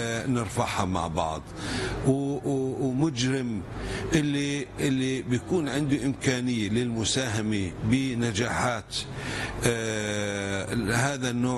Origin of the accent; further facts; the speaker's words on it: Palestine; كفلسطينيين